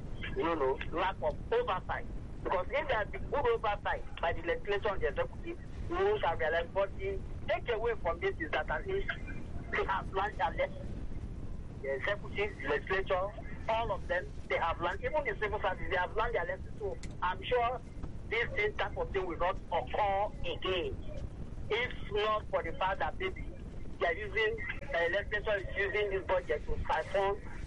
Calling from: Nigeria; I'm calling from Abarunjan, Ikoto.

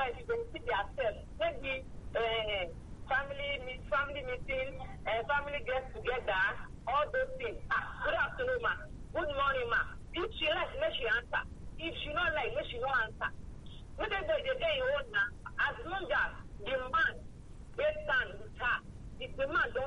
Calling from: Ikorodu, Lagos, Nigeria; I'm from Ikorodu.

